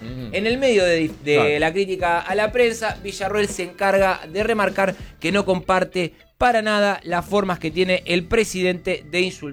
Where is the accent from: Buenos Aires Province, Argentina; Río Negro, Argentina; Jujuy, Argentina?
Buenos Aires Province, Argentina; el intendente de mi ciudad natal, Julio Alac